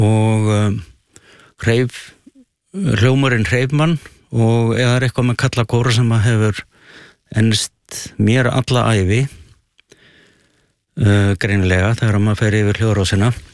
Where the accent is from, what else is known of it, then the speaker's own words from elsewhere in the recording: Helsinki, Uusimaa, Finland; Ég er fæddur í Finnlandi og er svona kaldastríðsbarn.